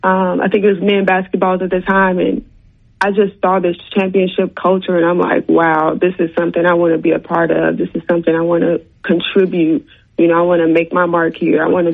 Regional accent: Chicago, Illinois, United States; I grew up in Chicago. I started tennis around 3-4 years old.

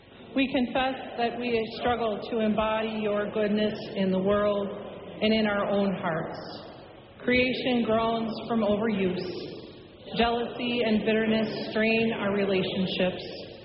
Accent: Wisconsin, United States; born there; now in Minnesota, United States; I come heralding from Wisconsin. That is my home state.

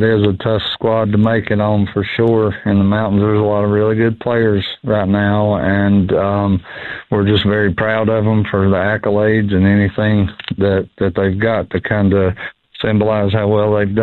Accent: Madison, United States; moved away as an adult; I'm from here. This is my hometown. So when I came back to Madison after being gone a long time to coach

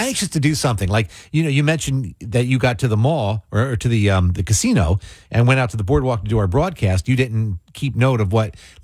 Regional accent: Mays Landing, New Jersey, United States; moved away; where I grew up in Mays Landing

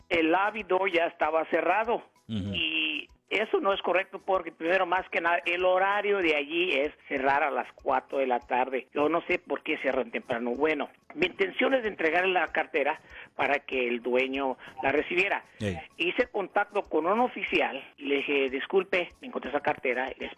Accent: Mexico; now in United States; soy mexicano a 100% y orgulloso de hablar el español. Hablo el inglés con mucho respeto.

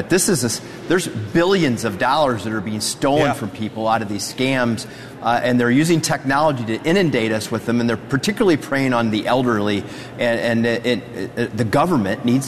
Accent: Ohio, United States; But I can tell you, in my home state of Ohio, we have more jobs than we've ever had in the history of the state.

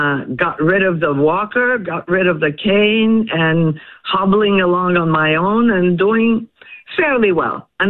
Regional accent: Istanbul, Turkey; moved away as an adult; now in United States; I was born in Istanbul, Turkey. And I was there until I graduated college and then had a scholarship to come to the United States.

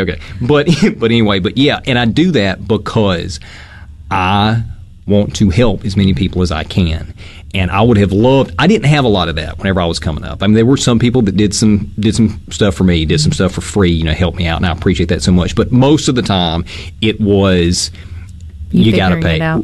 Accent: Mississippi, United States; Like, I literally have no desire to be anywhere else other than Mississippi. I love the place. I love my hometown, even though it's not really a town.

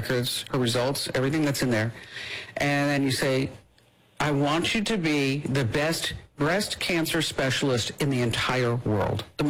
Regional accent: New Jersey, United States; listen, I'm from New Jersey. I can handle this.

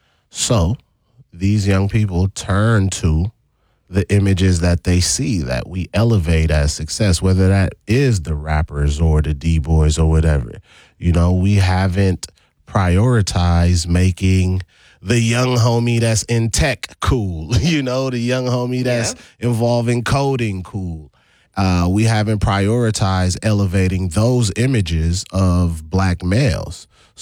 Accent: U.S. Virgin Islands; moved away; You know, I came from the Virgin Islands and went to John Burroughs in 98. Things was very different.

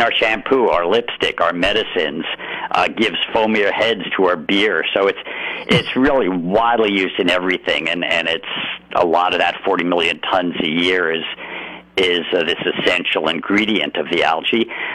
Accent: California, United States; and as a Californian, I mean, we're privileged to live right by them

